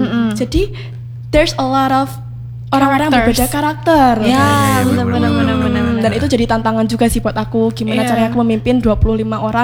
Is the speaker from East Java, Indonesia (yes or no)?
no; Surakarta, Central Java, Indonesia; also born or lived in Semarang; Enggak, aku lahir di Semarang tapi aku raised in Solo.